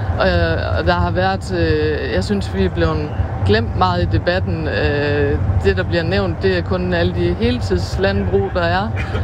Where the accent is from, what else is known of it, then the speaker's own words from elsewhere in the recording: Skave, Central Denmark Region, Denmark; Det er også, vi kommer fra Skave, og vi er jo bare en del af mange, som lever af landbruget.